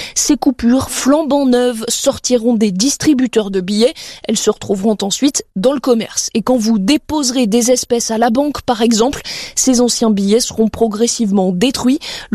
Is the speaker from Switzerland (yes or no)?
no; France; Mais chez nous, en France